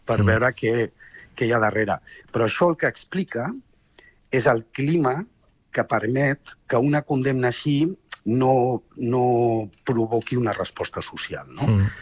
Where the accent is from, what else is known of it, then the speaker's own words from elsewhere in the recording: Ripoll, Catalonia, Spain; els que som de, no? Pues de Ripoll o del Ripollès o els que som catalans, no? O sigui, al final, i més jo que sóc d'origen àrab